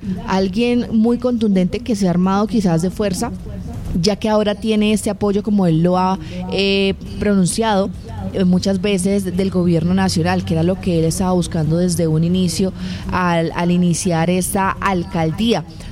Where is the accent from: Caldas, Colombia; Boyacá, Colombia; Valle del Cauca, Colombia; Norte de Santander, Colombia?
Valle del Cauca, Colombia; Cali